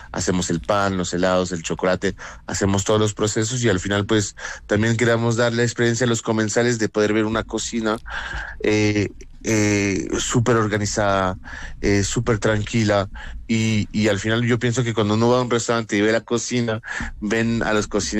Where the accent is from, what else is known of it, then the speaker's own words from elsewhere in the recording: Colombia; moved away as an adult; also born or lived in France; nosotros, los colombianos que estamos acá